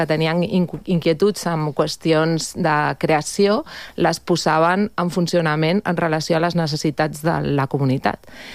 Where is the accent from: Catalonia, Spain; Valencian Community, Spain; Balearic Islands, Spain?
Catalonia, Spain; Esplugues de Llobregat; jo soc de Can Vidalet.